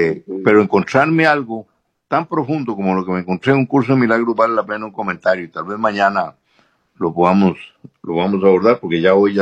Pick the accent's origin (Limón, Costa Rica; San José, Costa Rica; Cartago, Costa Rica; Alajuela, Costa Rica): Alajuela, Costa Rica; Palmares; usted en San Ramón y yo en Palmares